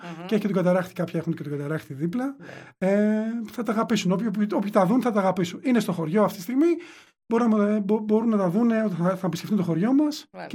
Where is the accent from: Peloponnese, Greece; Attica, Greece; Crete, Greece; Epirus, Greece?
Peloponnese, Greece; Platania; Και είναι ωραίο να περπατάς στο χωριό μου.